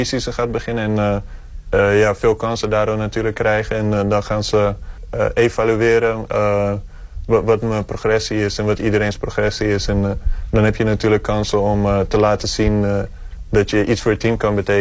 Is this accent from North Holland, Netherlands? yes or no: yes; Muiden, North Holland, Netherlands; moved away as an adult; now in United States; kom van Muiden, geboren en getogen in Nederland